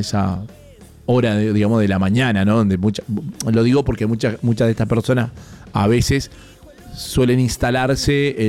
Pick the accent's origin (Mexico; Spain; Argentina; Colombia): Argentina; Mendoza; nosotros como mendocinos